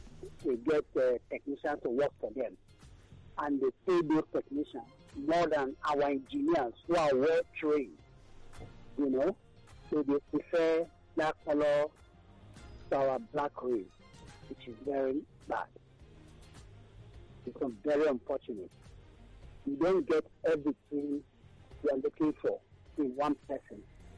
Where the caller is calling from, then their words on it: Nigeria; I'm calling from Abanja in Ikoti.